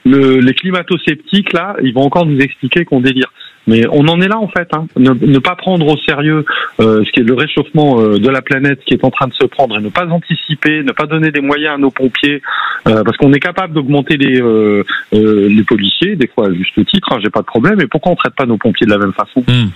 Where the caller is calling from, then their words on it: Bordeaux, Nouvelle-Aquitaine, France; Bah moi je suis bordelais